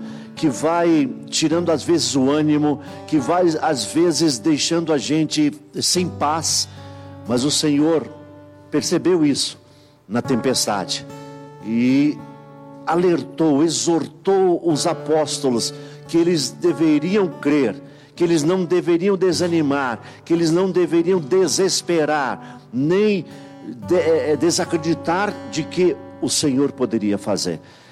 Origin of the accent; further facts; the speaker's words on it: Salvador, Bahia, Brazil; born there; moved away; E eu sou soteropolitano